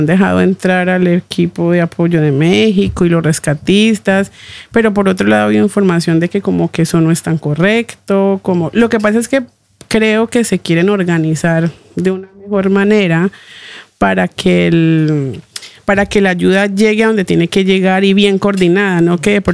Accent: Palmira, Valle del Cauca, Colombia; yo soy de Palmira, es cerca a Cali.

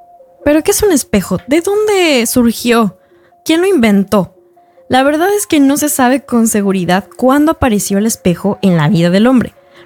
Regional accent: Mexico; para quien no me conoce, soy periodista de México

